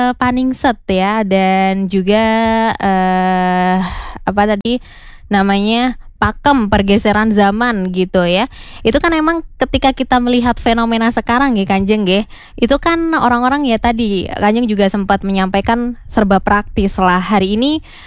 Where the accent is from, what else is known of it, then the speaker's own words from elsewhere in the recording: Pemalang, Central Java, Indonesia; Kebetulan saya pribadi orang Jawa juga, saya orang Pemalang.